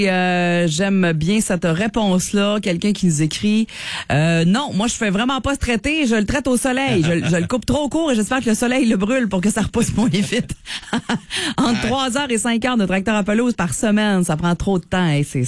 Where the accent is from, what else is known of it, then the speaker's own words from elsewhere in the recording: Quebec, Canada; Je viens de la Gaspésie